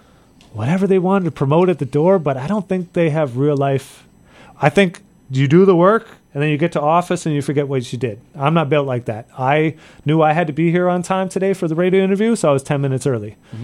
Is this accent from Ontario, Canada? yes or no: yes; Cambridge, Ontario, Canada; now in Hamilton, Canada; Yo, guy. I'm from Cambridge. I'm representing Hamilton. I live in Hamilton